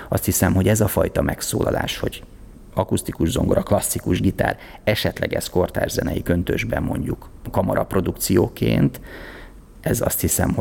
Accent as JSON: {"language": "Hungarian", "country": "Hungary", "tie": "born there", "moved": "as an adult", "said": "milyen távol kerültem attól a közegtől és közösségtől, ahol egyébként vidéken felnőttem."}